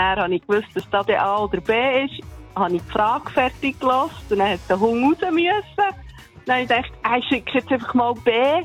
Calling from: Wynigen, Bern, Switzerland; In Winningen, Kanton Bern.

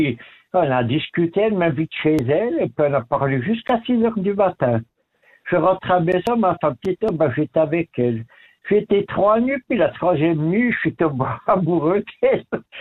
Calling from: Bassecourt, Jura, Switzerland; De Basse-Cour, dans le Jura.

